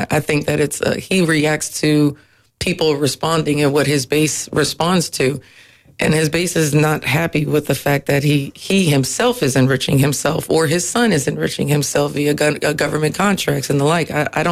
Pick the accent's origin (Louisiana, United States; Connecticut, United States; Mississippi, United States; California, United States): Louisiana, United States; New Orleans; I grew up in New Orleans